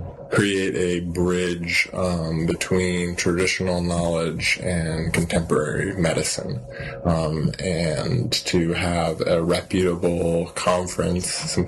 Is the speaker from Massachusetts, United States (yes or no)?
no; Fairbanks, Alaska, United States; also born or lived in Mentasta; I grew up in Fairbanks, kind of split between the two, Fairbanks and Mentasta, the village that my family's from. And so growing up, well, we lived on the fringe of Fairbanks, and so I was like really far out, kind of on the hill.